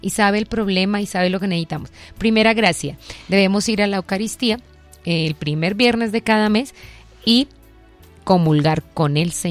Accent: Colombia; somos colombianos

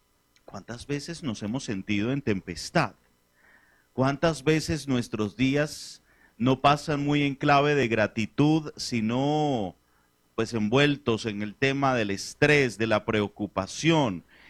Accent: Venezuela; now in Colombia; como venezolano en el exterior

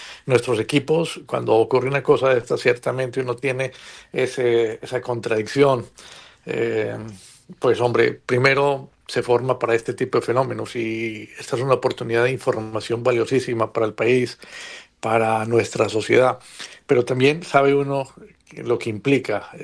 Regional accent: Manizales, Caldas, Colombia; yo debo además confesar que yo soy de Manizales y me crié alrededor de este tipo de fenómenos.

